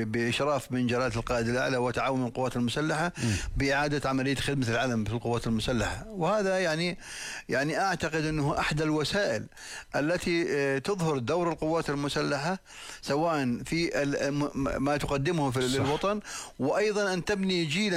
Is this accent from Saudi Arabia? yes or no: no; Jordan; انا كأردني